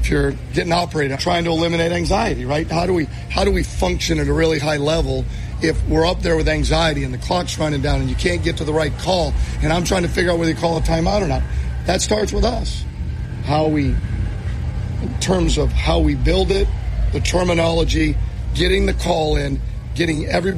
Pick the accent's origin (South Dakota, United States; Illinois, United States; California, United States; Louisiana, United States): Illinois, United States; I grew up outside of Chicago, and all my family, my wife's family's from there, my family being from there, that's pretty cool.